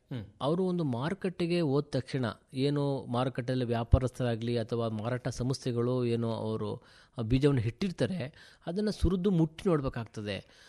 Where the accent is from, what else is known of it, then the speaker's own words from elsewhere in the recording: Karnataka, India; ನಾನು ಆಸನ ಭಾಗದವನೇ ಆಗಿದ್ದರಿಂದ